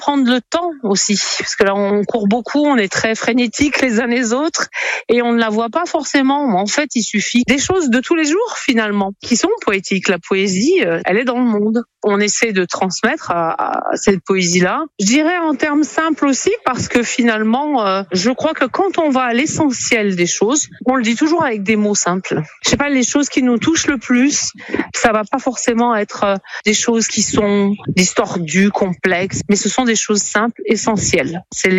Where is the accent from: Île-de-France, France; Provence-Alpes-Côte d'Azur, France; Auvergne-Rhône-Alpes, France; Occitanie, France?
Auvergne-Rhône-Alpes, France; Saint-Étienne; Moi, j'ai grandi à Saint-Étienne en gardant toujours ce lien avec l'Italie aussi.